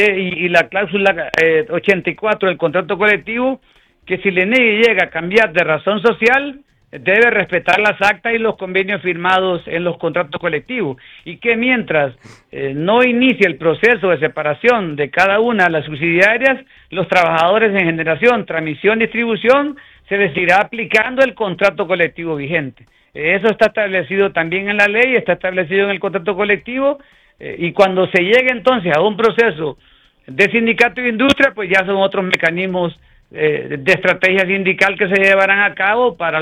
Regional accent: Honduras; nosotros como hondureños nos hemos quedado rezagados

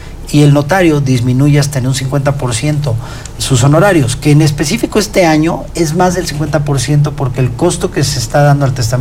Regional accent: Mexico

